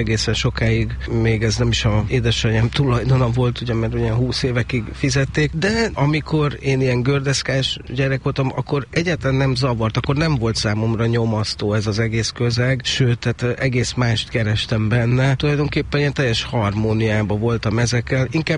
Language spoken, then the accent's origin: Hungarian; Budapest, Hungary; Ez a 16. kerületi Szent Korona utcai lakótelep, ami családi házakkal övezett, és tényleg 4 emelet a maximum.